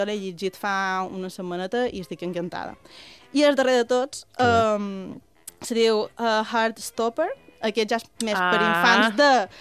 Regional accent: Marratxí, Balearic Islands, Spain; jo sóc de Marratxista i enamorada

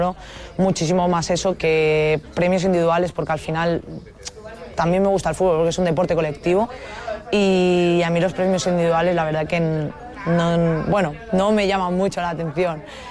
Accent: Balearic Islands, Spain; somos cuatro mallorquinas

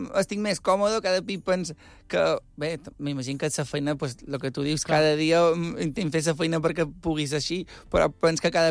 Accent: Andratx, Balearic Islands, Spain

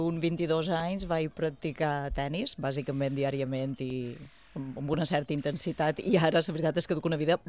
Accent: Palma, Balearic Islands, Spain; Jo visc a Gènova, som del terme municipal de Palma. Sí, relativament a prop.

